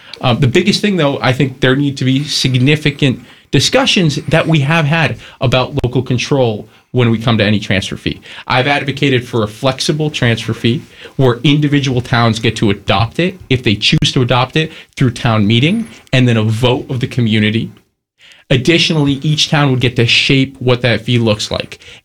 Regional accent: Cape Cod, Massachusetts, United States; when I was born on Cape Cod in the year 2000

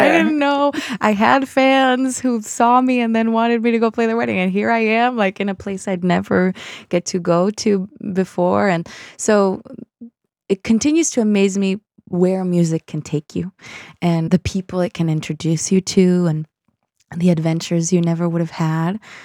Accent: Boston, Massachusetts, United States; And I think I have this theory that it has to do with my growing up in Boston.

